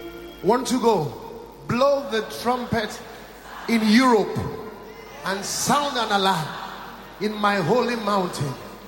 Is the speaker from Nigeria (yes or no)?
yes; Nigeria; I'm from Nigeria.